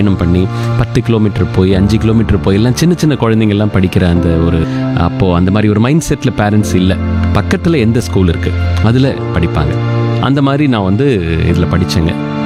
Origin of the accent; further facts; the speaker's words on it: Salem, Tamil Nadu, India; சேலம் தான் என்னுடைய சொந்த ஊர். நான் இங்கே தான் பிறந்தேன், இங்கே தான் வளர்ந்தேன், இங்கே தான் படித்தேன். இந்த சேலத்தில் இருந்ததுக்கு எனக்கு ஒரு பெரிய சிறப்பான விஷயங்க. சேலம் வந்து ஏற்கனவே மீடியாவில் வந்து ரொம்ப கோலோச்சின ஒரு ஊர்